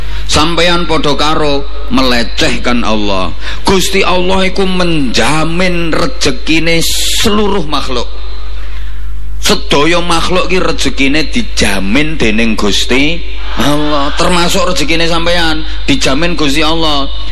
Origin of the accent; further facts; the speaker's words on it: Bojonegoro, East Java, Indonesia; Kalau orang daerah saya, Bojonegoro